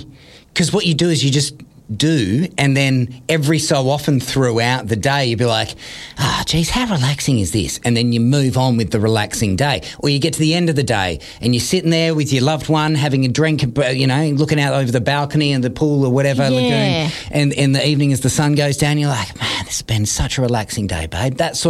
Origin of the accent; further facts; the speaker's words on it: Lara, Victoria, Australia; my hometown of Lara.